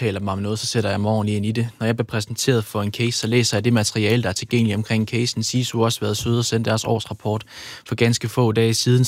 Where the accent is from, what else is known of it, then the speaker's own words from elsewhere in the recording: Jutland, Denmark; Jeg er fra Jylland.